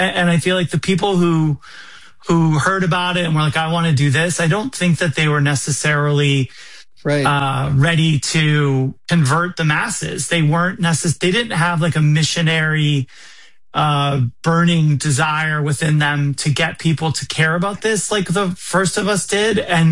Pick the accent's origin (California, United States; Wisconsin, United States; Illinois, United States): Wisconsin, United States; the Midwest; moved away; So having become an adult in Wisconsin, it's funny. And growing up in the Midwest, I've realized I'm long gone.